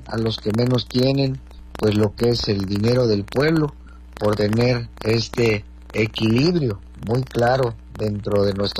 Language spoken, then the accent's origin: Spanish; Acapulco, Guerrero, Mexico; como buenos mexicanos, como buenos guerrerenses, como buenos acapulqueños.